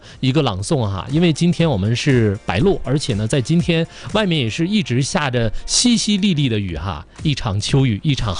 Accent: Hulunbuir, Inner Mongolia, China; now in Hohhot, China; 去了呼伦贝尔大草原哈，去了我的家乡

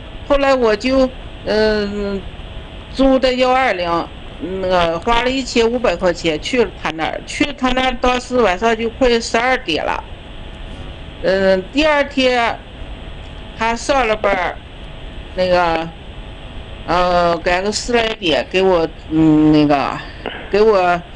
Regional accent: Baotou, Inner Mongolia, China; 因为我家是包头的

